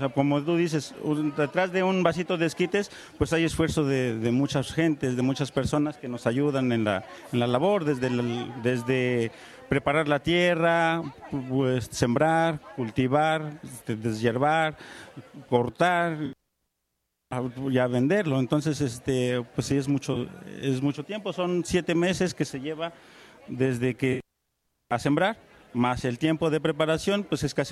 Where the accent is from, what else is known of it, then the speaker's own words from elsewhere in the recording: Magdalena Petlacalco, Mexico City, Mexico; vengo del poblado de Magdalena Petlacalco, Tlalpan, Ciudad de México.